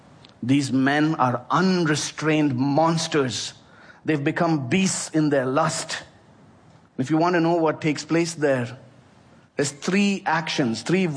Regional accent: India; December 16th, 2012 was a very significant day in my home country of India.

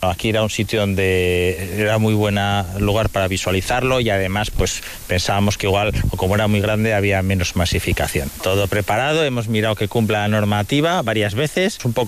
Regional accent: Logroño, La Rioja, Spain; Somos de Logroño y bueno, pasábamos las vacaciones aquí

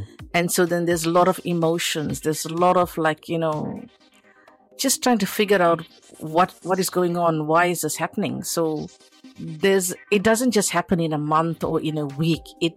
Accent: South Africa; born there

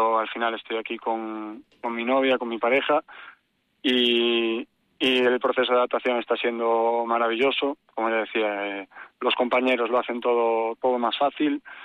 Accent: Santiago de Compostela, Galicia, Spain; moved away

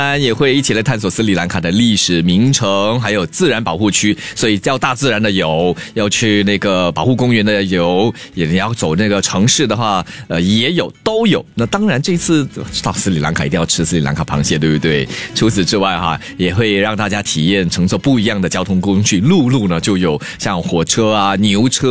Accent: Singapore; 很适合我们新加坡人去品尝的。

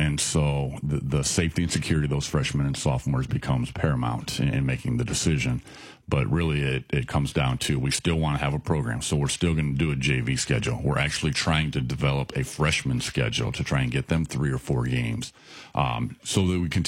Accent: Kewanee, Illinois, United States; also born or lived in Springfield, Illinois / Alabama; So I was born and raised here in Central Illinois. I'm born and raised in Kewaunee.

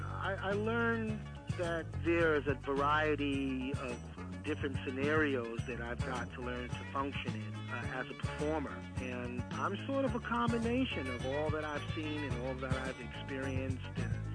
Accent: New York City, New York, United States; growing up in Brooklyn

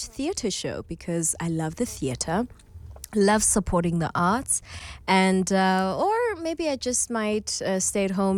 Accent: Klerksdorp, North West, South Africa; Klerksdorp, which is Matlosana, in the Northwest Province.

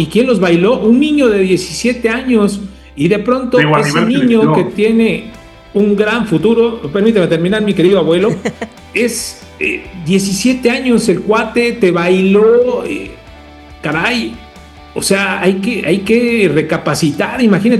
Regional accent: Mexico; soy mexicano

